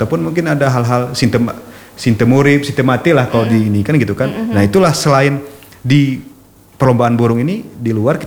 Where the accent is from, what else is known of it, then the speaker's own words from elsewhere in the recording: Aceh, Indonesia; ketika kami sampaikan kami dari Aceh